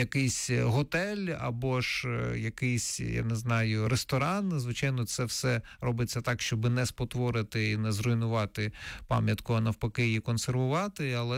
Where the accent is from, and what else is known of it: Donetsk Oblast, Ukraine; born or raised there